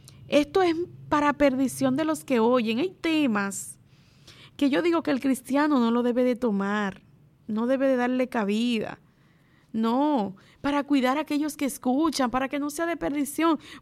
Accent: Dominican Republic; como buenos dominicanos que somos

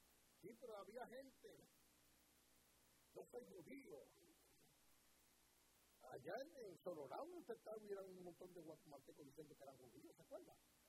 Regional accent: Puerto Rico; Y yo soy, los puertorriqueños tenemos, hicieron el ADN, tenemos nosotros 60% de español, 30% de taíno, que somos indios, y 20% africano.

